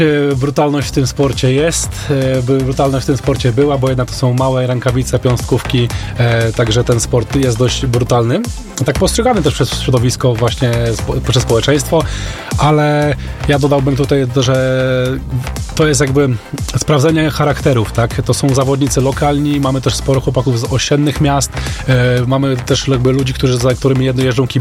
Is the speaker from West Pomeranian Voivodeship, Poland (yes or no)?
no; Nowe Miasto Lubawskie, Warmian-Masurian Voivodeship, Poland; My, że tak powiem, pochodzimy z rodzinnego miasta, Nowe Miasto Lubawskie, czyli, że tak powiem, ościenne miasteczko, nieopodal Iławy.